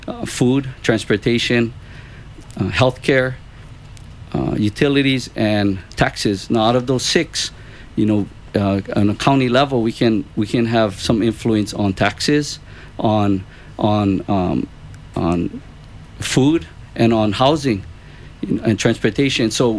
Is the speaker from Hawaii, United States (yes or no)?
yes; Hilo, Hawaii, United States; moved away as an adult; now in Kauai, United States; I was born and raised in Hilo, and we were a farming family. We raised sugarcane. We had a sugarcane plantation out in Honoka'a. It's the northeast side of the Big Island. And I worked there a lot.